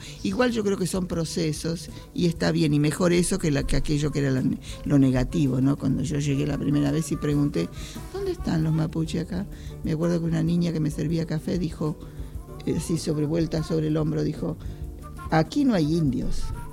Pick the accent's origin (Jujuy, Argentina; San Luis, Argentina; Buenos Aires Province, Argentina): Buenos Aires Province, Argentina; Los Toldos; born there; moved away; De Los Toldos, donde yo nací, que fui la última que nació en la comunidad de Los Toldos, hoy General Viamonte también.